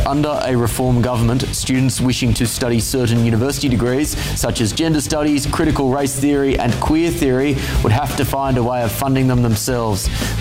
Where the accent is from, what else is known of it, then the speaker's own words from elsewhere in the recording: Australia; I'm Australian, we've got, you know, two British men on this panel as well.